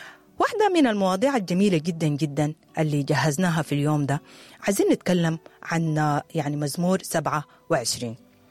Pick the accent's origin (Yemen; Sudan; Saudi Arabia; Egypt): Sudan; أكيد ماركو بدينا المفتاح الحقيقي لحل كل المشاكل اللي مرة على بلدنا السودان،